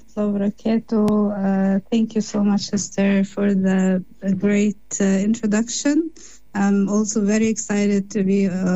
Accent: Cairo, Cairo Governorate, Egypt; I was raised in middle-class family, born and raised in Cairo, Egypt.

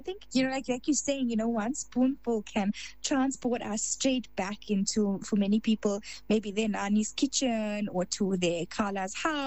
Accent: South Africa; as South African Indians, many of us grew up knowing that, you know, before the savouries arrived, before the biryani is served, there was always something sweet on waiting on that table.

